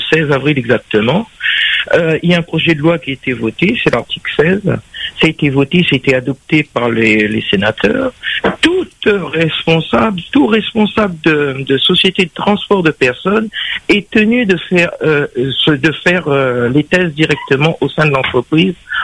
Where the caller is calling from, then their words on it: Nancy, Grand Est, France; Moi, je suis de Nancy exactement.